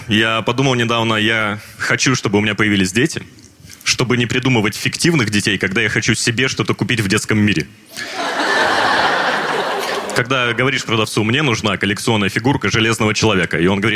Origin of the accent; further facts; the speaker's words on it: Magnitogorsk, Chelyabinsk Oblast, Russia; now in Moscow, Russia; я из Магнитогорска, это небольшой город. И здесь, в Москве, я больше всего скучаю по региональному телевидению.